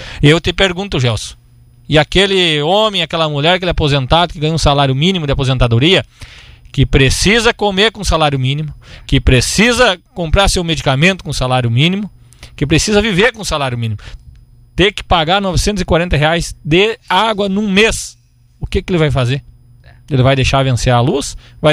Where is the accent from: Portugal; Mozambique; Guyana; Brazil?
Brazil; Lá na Vila Cis, quando era que eu nasci, me criei lá, na Avenida São Cristóvão